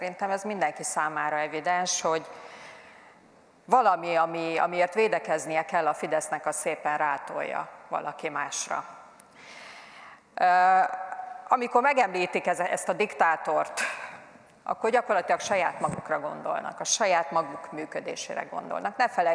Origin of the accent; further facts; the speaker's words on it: Hungary; akik magyarnak érezzük magunkat, magyarok vagyunk, tiszteljük azt, ahonnan jövünk.